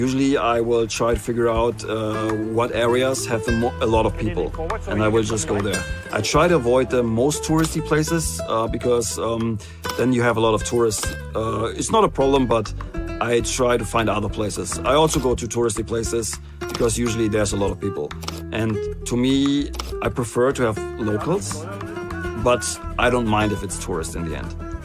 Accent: Germany; English is a second language; I'm a photographer from Germany, and I mainly shoot people.

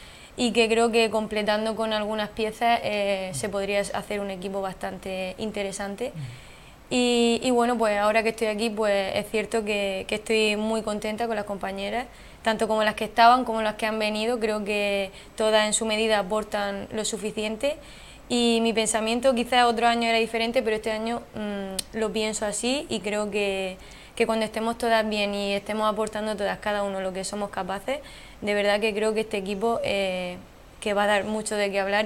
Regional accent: Murcia, Region of Murcia, Spain; Es cierto que soy de Murcia, no soy del sur, pero es que me encanta el sur.

